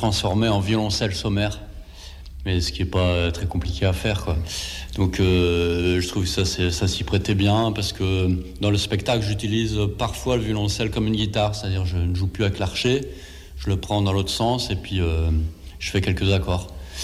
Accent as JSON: {"language": "French", "town": "Lille", "region": "Hauts-de-France", "country": "France", "said": "Ah, moi je viens de Lille."}